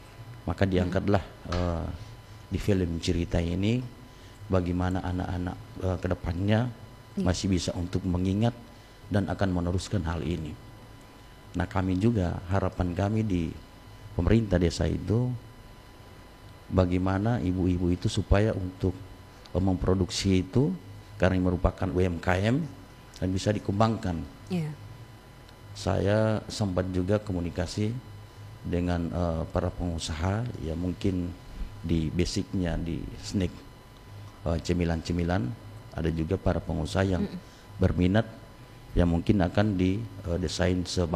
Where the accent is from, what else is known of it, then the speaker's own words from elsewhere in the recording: Gorontalo, Indonesia; desa kami itu termasuk desa yang agak pelosok di Kabupaten Gorontalo, bukan juga tertinggal, tapi merupakan salah satu desa yang suasananya masih alami, suasananya masih original